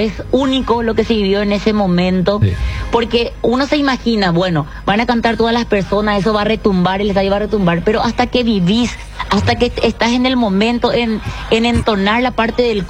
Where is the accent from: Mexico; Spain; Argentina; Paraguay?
Paraguay; así somos los artistas paraguayos